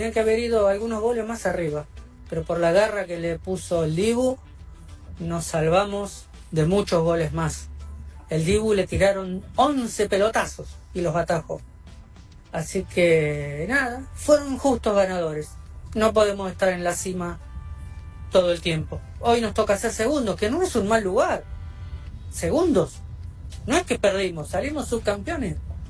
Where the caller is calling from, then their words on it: Casanova, Buenos Aires Province, Argentina; de Casanova